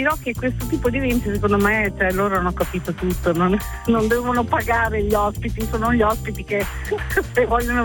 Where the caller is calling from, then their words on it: Comacchio, Emilia-Romagna, Italy; Sono della zona di Comacchio.